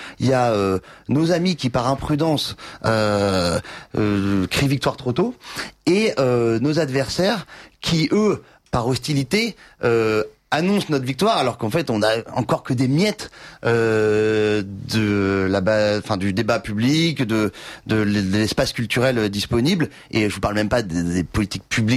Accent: Louveciennes, Île-de-France, France; mon voisin de Loucienne, là où j'ai grandi

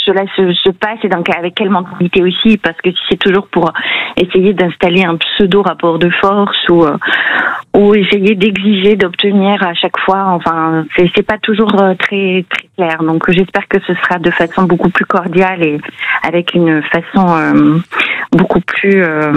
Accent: France; born there; Alors moi, je suis née en France. Hein, oui. Je suis née en France. Mes parents sont d'origine algérienne.

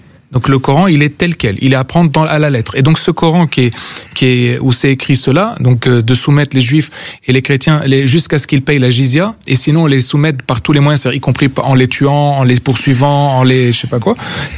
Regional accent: Lebanon; Moi, je suis né au Liban et j'ai grandi et j'avais des amis musulmans, j'en ai toujours.

